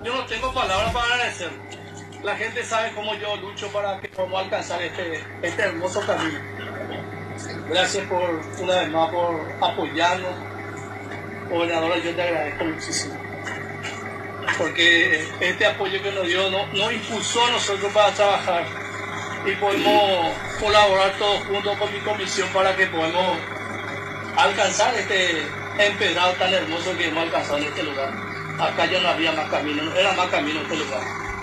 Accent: Paraguarí, Paraguay; born there; moved away; also born or lived in Yembrun; Yo vengo de Yembrun para ayudar a mi compañía, porque yo nací acá en este lugar.

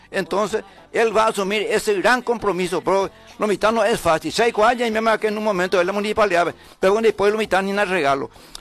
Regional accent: Paraguay; como ciudadano paraguayo, como paraguayo y como correligionario del Partido Colorado

